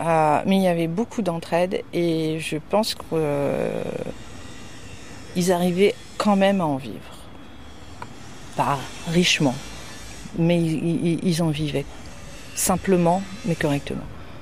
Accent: Quimper, Brittany, France; born there; also born or lived in Cap Sizun; now in Brest, France

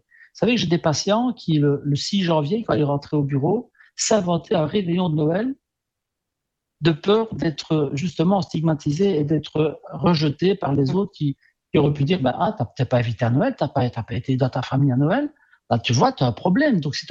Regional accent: Belgium; born there; mes parents sont italiens, donc ils sont venus en Belgique dans les années 50 et moi, je suis né ici en Belgique, donc je vais dire que j'ai un lien à la culture italienne de par mes parents, et puis bon, moi j'ai la culture belge, hein, ou francophone

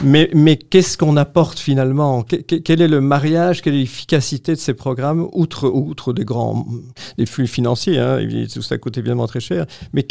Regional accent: Belgium

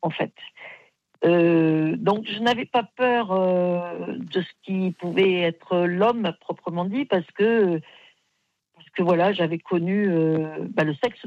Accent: Aix-en-Provence, Provence-Alpes-Côte d'Azur, France; moi, je l'ai connu, hein, j'étais d'Aix-en-Provence.

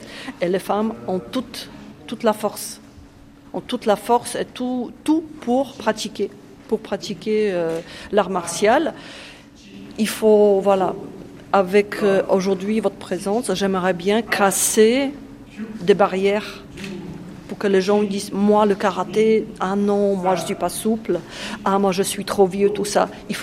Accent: Poland; also born or lived in Nîmes; now in France; je viens de Pologne, donc ça fait déjà nombreuses années que je suis en France.

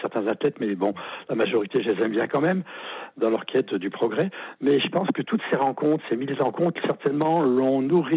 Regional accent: Auvergne-Rhône-Alpes, France

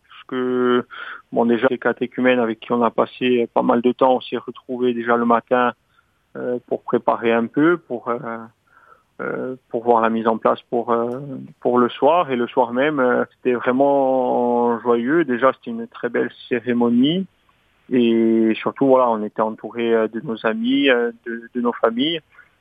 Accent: Olmeto, Corsica, France; J'ai grandi à Olmet, je suis à Bonifacio depuis quelques années, mais je suis originaire d'Olmet, dans le Valling.

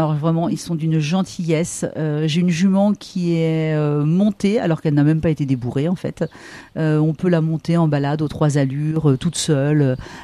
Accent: Breteuil, Normandy, France; born or raised there; also born or lived in Rouen

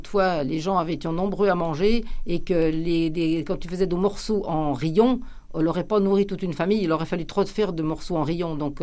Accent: Nouvelle-Aquitaine, France; chez nous en Poitou

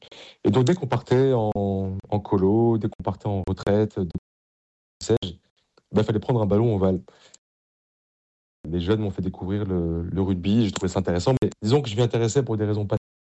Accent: Paris, Île-de-France, France; Et même si j'ai grandi à Paris, mais j'ai beaucoup de cousins dans le sud-ouest

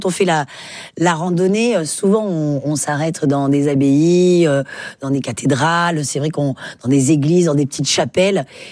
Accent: Occitanie, France; Oui, bah, faut dire que je viens des Cévennes. Donc, j'étais plutôt gardienne de chèvres.

